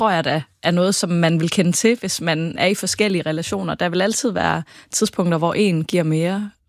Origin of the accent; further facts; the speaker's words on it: West Jutland, Denmark; Jeg er også fra Vestjylland.